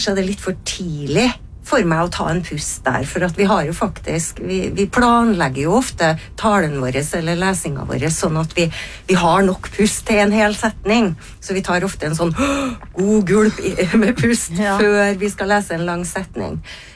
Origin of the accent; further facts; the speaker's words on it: Trøndelag, Norway; accent: trønderdialekten; hvordan jeg er som trønder.